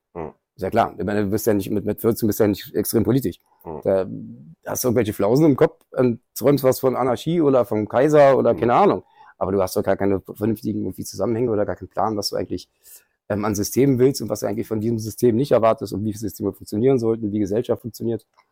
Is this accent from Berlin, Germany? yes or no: yes; Berlin, Germany; Nee, geboren in Schöneberg, groß geworden in Kreuzberg.